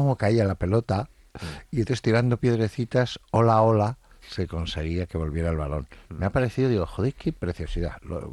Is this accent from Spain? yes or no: yes; Madrid, Community of Madrid, Spain; also born or lived in Estella; por unos padres que me llevaron a nacer a Estella, pero yo he vivido toda la vida en Madrid, en Chamberí.